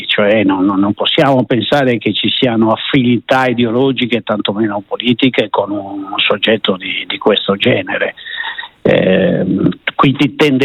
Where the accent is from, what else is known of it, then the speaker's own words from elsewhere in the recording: Sassari, Sardinia, Italy; born there; io personalmente poi sono nato nella stessa città dove è nato Enrico Berlinguer